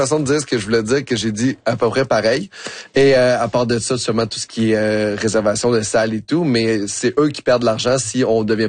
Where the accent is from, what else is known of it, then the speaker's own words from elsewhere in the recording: Quebec City, Quebec, Canada; also born or lived in Bagotville / Saint-Hubert; now in Montreal, Canada; Je suis né à Québec. En fait, ça a été les 8 premières années de ma vie. J'ai passé dans le coin de Val-Bélair, Vanier. Okay. Ensuite de ça, vu que mon père était militaire, on a fait Bagotville.